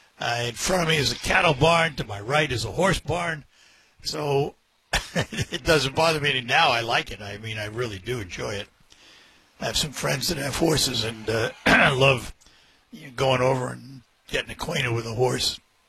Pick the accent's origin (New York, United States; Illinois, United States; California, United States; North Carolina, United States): New York, United States; New York City; moved away as an adult; now in Saginaw, United States; as a New Yorker, born and raised in the Bronx in New York City. Fairs were foreign to me until I moved to Saginaw in 1974